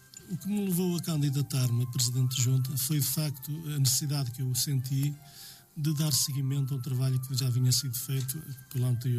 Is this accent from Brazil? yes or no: no; Norte, Portugal; born there; quando vim para Rio Mau era miúdo, tinha 8 anos, portanto, já lá vão muitos anos, e acho que considero-me sempre de Rio Mau.